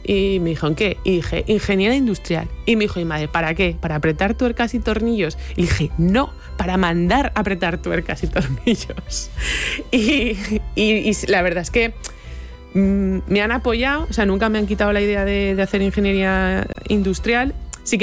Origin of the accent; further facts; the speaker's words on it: La Tala, Castile and León, Spain; Mi pueblo, que se llama La Tala y que está en la provincia de Salamanca.